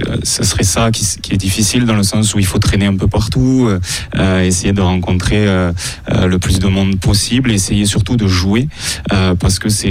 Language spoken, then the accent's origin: French; Montauban, Occitanie, France; On vient de Montauban